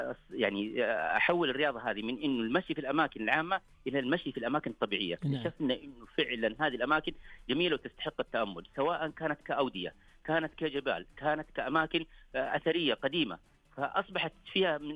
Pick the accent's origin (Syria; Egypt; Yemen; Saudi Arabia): Saudi Arabia; Taif, Makkah Province; يعني إحنا مثلا زي عندنا في الطائف